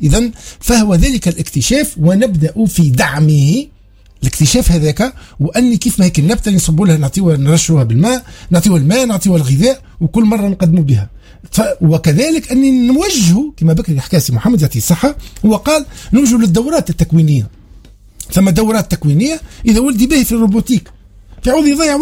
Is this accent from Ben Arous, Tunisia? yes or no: no; Sfax, Sfax Governorate, Tunisia; سوق عندنا في صفاقس هنا